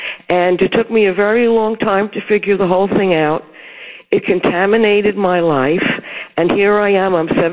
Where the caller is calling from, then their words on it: Connecticut, United States; Oh, hi, Walter. … calling. I'm calling from Fairfield County.